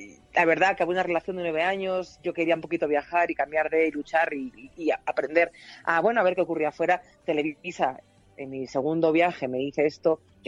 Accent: Spain; now in Mexico

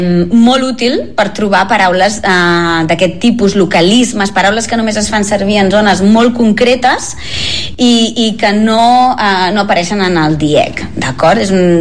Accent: Mataró, Catalonia, Spain; que sóc de Mataró

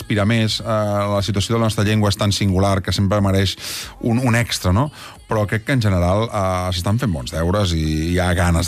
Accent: Granollers, Catalonia, Spain; Jo hi era perquè la que t'osfera va començar a la bonica vila de Granollers, i jo sóc de Granollers, i per tant em quedava molt a prop

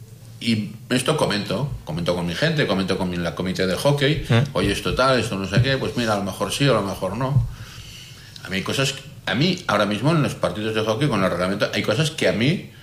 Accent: Pamplona, Navarre, Spain; Yo soy de Pamplona y Ricard Ares jugó en Pamplona.

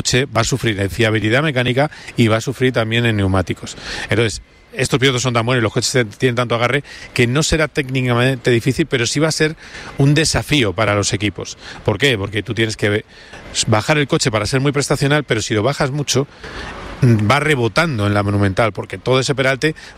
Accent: Madrid, Community of Madrid, Spain; y eso, hombre, está bien, yo como madrileño, pues mira, encantado.

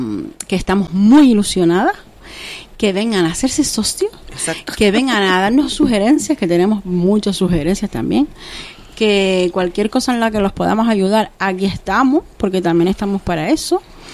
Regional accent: Tenerife, Canary Islands, Spain; now in La Angostura, Spain; Yo soy de Tenerife.

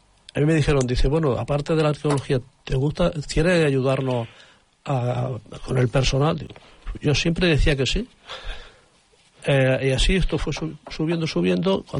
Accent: Córdoba, Andalusia, Spain; now in Catalonia, Spain; De Córdoba. Y yo llegué a Cataluña, me abrieron las puertas...

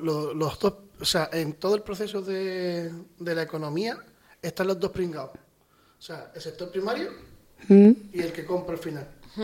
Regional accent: Canary Islands, Spain; saben que somos canarios

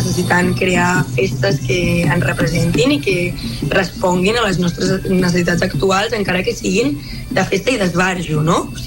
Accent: Palau-solità i Plegamans, Catalonia, Spain; En el cas de Palau, que és el meu poble, tenim el Guirigall

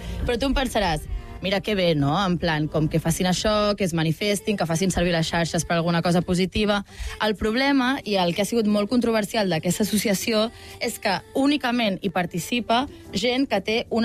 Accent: Celrà, Catalonia, Spain; Jo sóc de Celrà, d'un poble del Baix Empordà

